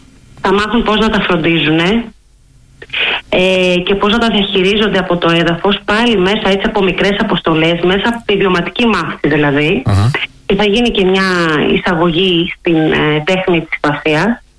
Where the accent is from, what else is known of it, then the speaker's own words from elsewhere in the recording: Sparta, Peloponnese, Greece; now in Karytaina, Greece; Κατάγομαι από Σπάρτη.